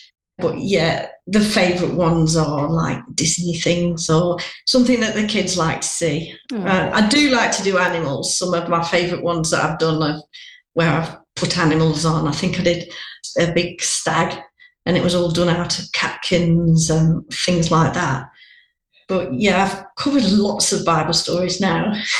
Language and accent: English; Tissington, East Midlands, United Kingdom; Well, I was brought up in Tizington